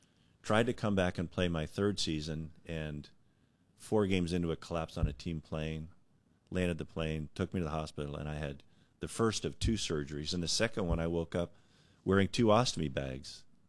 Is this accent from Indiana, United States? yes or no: no; San Diego, California, United States; my hometown